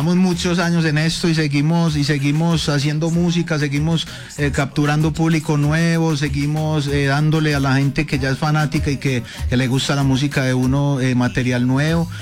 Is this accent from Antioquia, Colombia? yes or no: yes; Medellín, Antioquia, Colombia; Yo soy de Robledo, Miramar.